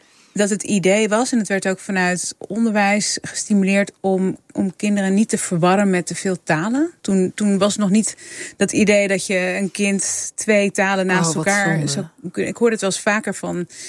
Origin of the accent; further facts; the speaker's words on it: Leeuwarden, Friesland, Netherlands; Ja, nee, ik ben opgegroeid in Friesland. Eerst in een dorpje vlakbij Leeuwarden en daarna in Leeuwarden. Mijn moeder is Fries, dus ik ben wel opgegroeid met Fries om me heen.